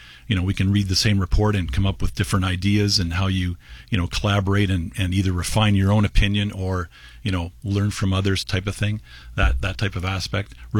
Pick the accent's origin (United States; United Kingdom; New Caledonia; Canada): Canada; Lincoln, Ontario; having been, you know, grown up in Lincoln my whole life